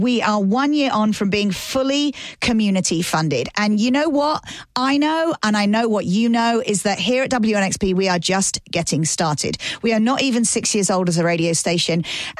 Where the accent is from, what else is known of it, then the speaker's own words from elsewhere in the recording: England, United Kingdom; moved away as an adult; now in Nashville, United States; I know sometimes I don't sound local because, you know, I'm from England, but I am. I have been in Nashville for a third of my life, 18 years this year.